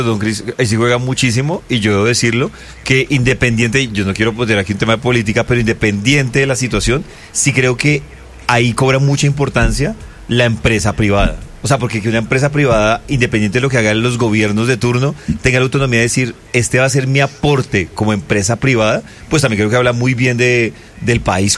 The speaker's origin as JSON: {"language": "Spanish", "country": "Colombia", "said": "uno como colombiano"}